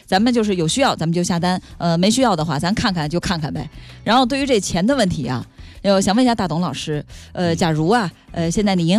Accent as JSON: {"language": "Chinese", "region": "Fujian", "country": "China", "said": "你包括我们福建人愿意泡茶"}